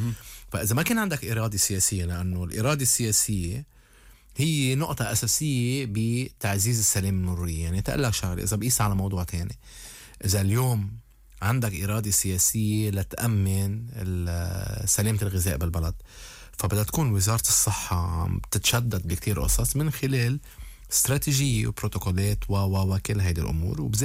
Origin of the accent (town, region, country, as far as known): Lebanon